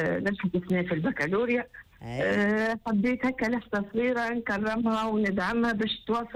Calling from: Kalâa Kebira, Sousse Governorate, Tunisia; من القلعة الكبيرة.

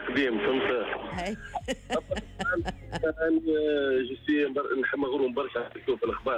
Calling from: Sousse, Sousse Governorate, Tunisia

